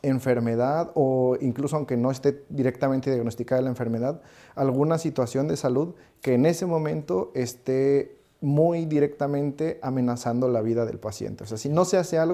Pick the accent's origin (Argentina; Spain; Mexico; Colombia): Mexico; moved away as an adult; now in Berlin, Germany; para uno como mexicano y acostumbrado a ciudades tan grandes es muy pequeño